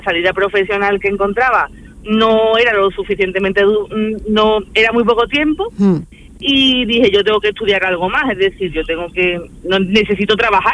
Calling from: Carmona, Andalusia, Spain; yo entro a las 7 en Bormujo y soy de Carmona.

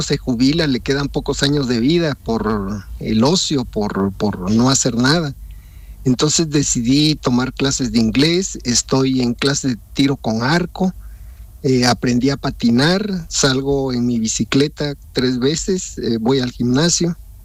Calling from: Mexico City, Mexico; estoy en Ciudad de México.

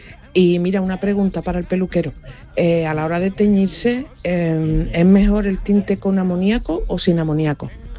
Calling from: Mairena del Aljarafe, Andalusia, Spain; de Mairena del Aljarafe.

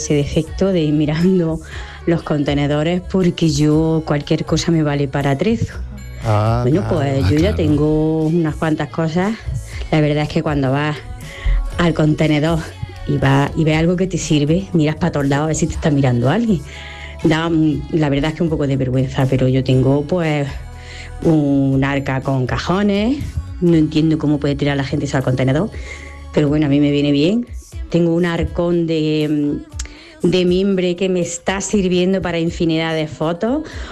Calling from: Úbeda, Andalusia, Spain

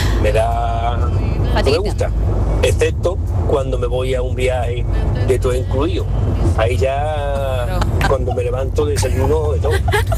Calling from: Cartaya, Andalusia, Spain; de Cartaya, Huelva.

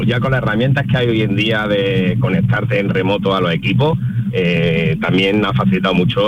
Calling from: Linares, Andalusia, Spain; Desde Linares, Jaén.

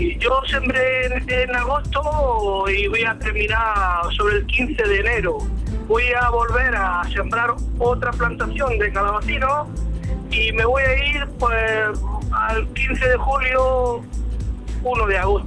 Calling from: Adra, Andalusia, Spain; de donde yo soy de Adra.

